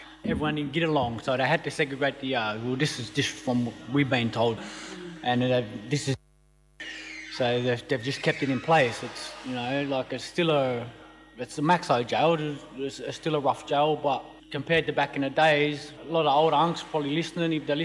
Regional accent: Mount Druitt, New South Wales, Australia; born or raised there

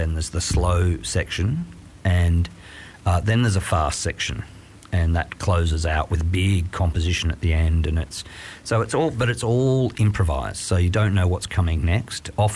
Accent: Grenfell, New South Wales, Australia; I was born in Grenfell in the Central West and grew up on a sheep farm playing drums in the wool shed as a kid

